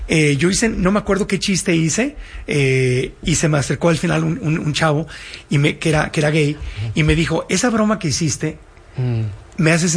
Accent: Tijuana, Baja California, Mexico; also born or lived in United States; yo que viví 20 años en Estados Unidos, yo no crecí en Estados Unidos, nací en Tijuana y yo no tenía papeles de niño para cruzar.

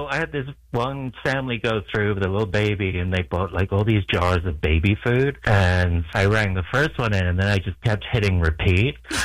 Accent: England, United Kingdom; now in Maricopa, United States; I grew up in England

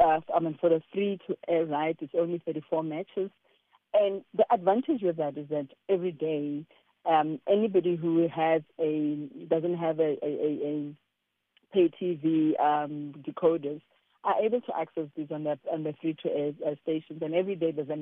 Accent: South Africa; I am a South African through and through

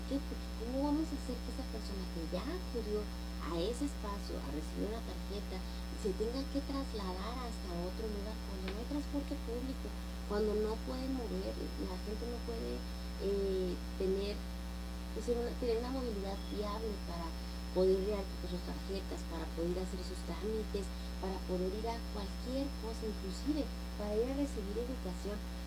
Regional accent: Ciudad Juárez, Chihuahua, Mexico; born there; personas que somos, que nacimos de, que venimos del pueblo de aquí de Juárez, que venimos del pueblo de Chihuahua, que venimos del pueblo de México

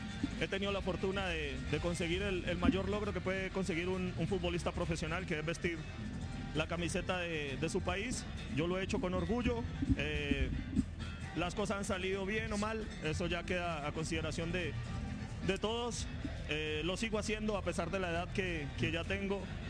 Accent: Colombia; soy un colombiano más que aspira a estar ahí

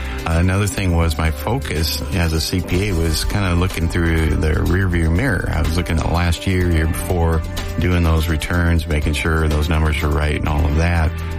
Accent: Washington, United States; I'm from Washington.

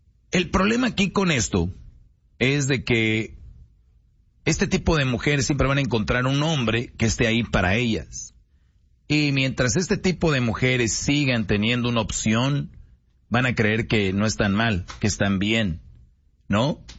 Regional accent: Monterrey, Nuevo León, Mexico; yo de niño en Monterrey sí jugábamos con eso, pero era nosotros iniciativa.

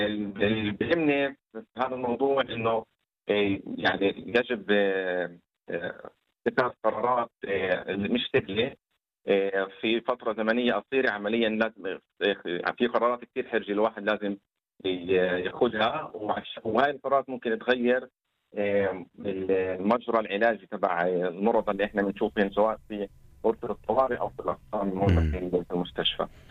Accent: Shefa-'Amr, Northern District, Israel; من مواليد بلدة شفا عمر. نشأت بشفا عمر وتعلمت بالبداية بالمدارس شفا عمر, وبعدين توجهت للكلية الأرثوذكسية بحيفا

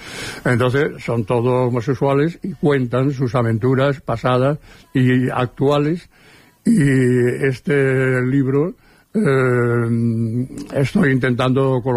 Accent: Seville, Andalusia, Spain; now in Barcelona, Spain; lo mismo que nosotros, pero cuando vinimos de Sevilla.

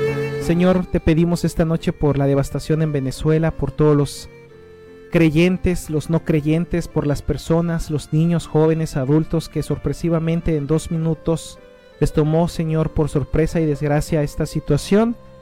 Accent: Mexico; also born or lived in Guerrero; Yo, como mexicano y he vivido en una zona sísmica, sé de lo que se trata un temblor.

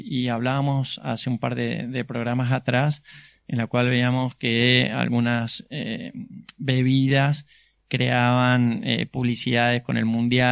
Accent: Argentina

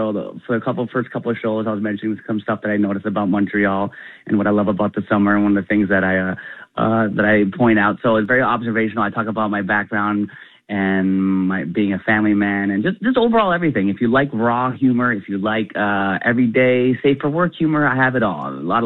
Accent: Philippines; Well, I talk about being Filipino, but not knowing my native tongue. So, and also Filipinos, we don't look like, we're very diverse in the way we look.

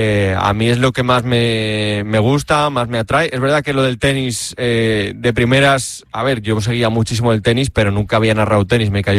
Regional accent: Villanueva de la Cañada, Community of Madrid, Spain; básicamente mi pueblo es lo que es, que son, bueno, es Villanueva de la Cañada, que está pues a una media hora en coche más o menos del centro de Madrid.

